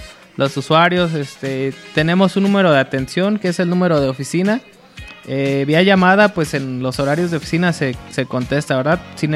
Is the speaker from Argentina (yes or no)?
no; Mexico; como buenos mexicanos, dejamos todo al final